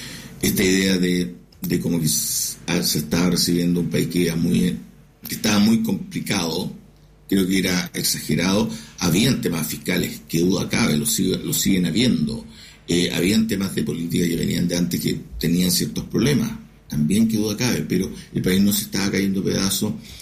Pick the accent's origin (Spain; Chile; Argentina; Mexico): Chile; Cuando uno ve como persona natural, como chileno, que hay un gobierno y oposición